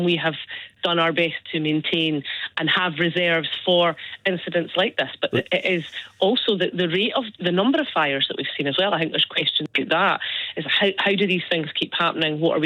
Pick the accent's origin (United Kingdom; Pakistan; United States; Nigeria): United Kingdom; Livingston, Scotland; as somebody that's born and bred in Livingston